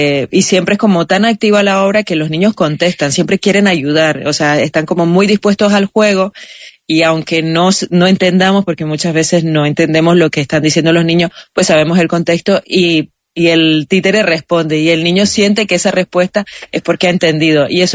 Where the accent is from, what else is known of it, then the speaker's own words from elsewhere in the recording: Nicaragua; now in Spain; O sea, ya yo no solamente soy nicaragüense, sino que ya el hablar euskera, vivir dentro de la cultura euskalduna, etcétera, etcétera.